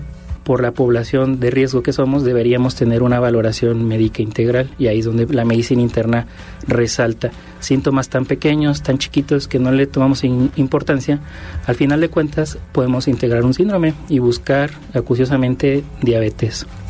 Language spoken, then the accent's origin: Spanish; Mexico; Como personas mexicanas que somos, pues somos una mezcolanza de diferentes lugares del mundo.